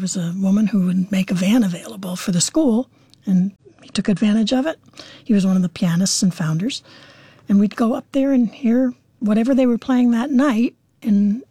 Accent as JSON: {"language": "English", "town": "Craftsbury", "region": "Vermont", "country": "United States", "tie": "born or raised there", "said": "We were born and raised in Craftsbury. I'm a proud graduate of Craftsbury Academy"}